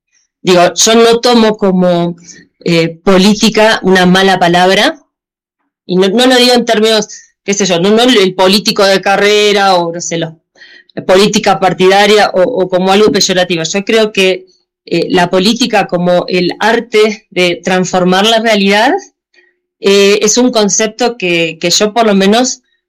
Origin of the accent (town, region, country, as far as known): Argentina